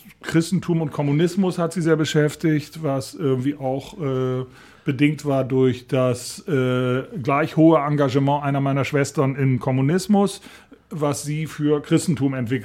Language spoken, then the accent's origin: German; Bremen, Germany; bin aufgewachsen in Bremen